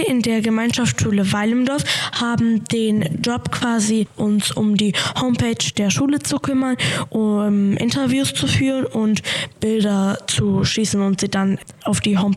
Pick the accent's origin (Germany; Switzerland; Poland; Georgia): Georgia; Tbilisi; Ich komme nämlich aus Georgien, der Hauptstadt besser gesagt, Tbilisi.